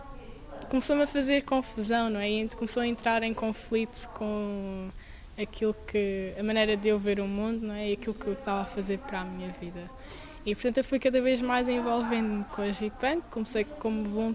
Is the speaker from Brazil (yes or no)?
no; Portugal; eu não vivo aqui em Rio de Moro, eu cresci em São Marcos